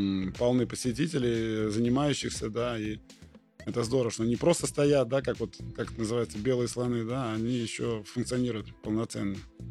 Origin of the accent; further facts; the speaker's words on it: Chișinău, Moldova; also born or lived in Yoshkar-Ola, Russia; Я родился в Йошкар-Оле, но долго там не жил. Прожил буквально чуть-чуть до того, как уехали с родителями и с сестрой в Кишинев. Потом учился в Йошкар-Оле полтора года.